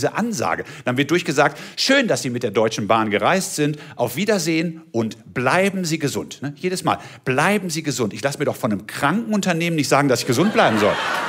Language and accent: German; Haltern am See, North Rhine-Westphalia, Germany; moved away; ich komme aus Haltern am See, da rief eine Zuschauerin im Publikum, in Haltern gibt's einen See?